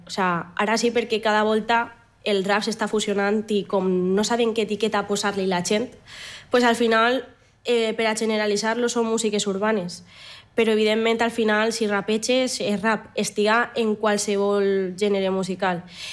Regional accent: Aldaia, Valencian Community, Spain; damunt del meu poble, d'Aldaya.

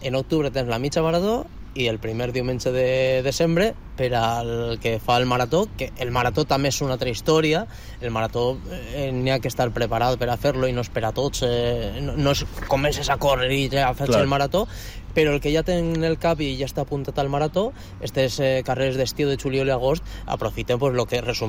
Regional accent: L'Eliana, Valencian Community, Spain

